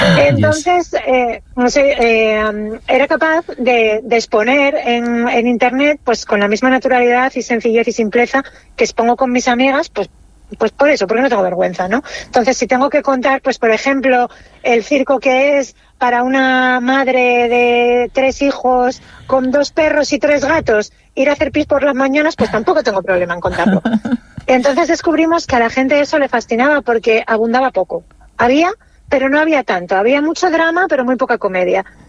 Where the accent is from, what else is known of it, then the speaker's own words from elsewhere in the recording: Asturias, Spain; yo soy de Asturias y además soy de pueblo minero